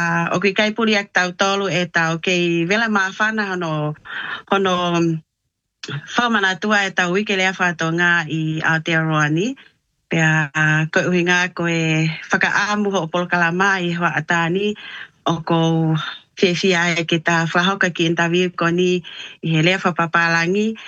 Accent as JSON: {"language": "English", "country": "Tonga", "tie": "born or raised there", "moved": "as an adult", "lives_now": "New Zealand", "said": "I am a proud Tongan woman who loves music. I was born and raised in Tonga in a beautiful village of Tongamololo, where my dad is from. And my mom is from Mauwhanga."}